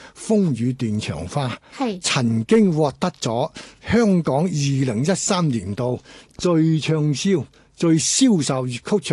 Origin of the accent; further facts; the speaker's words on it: Guangdong, China; 所以呢样嘢咧，岭南文化对我哋广府人嚟讲咧，系好多共同点嘅。